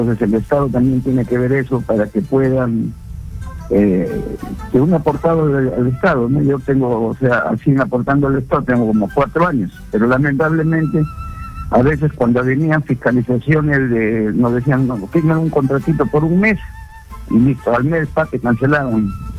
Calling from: Lima, Peru

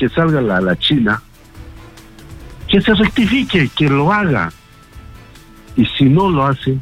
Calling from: Peru; yo como peruano

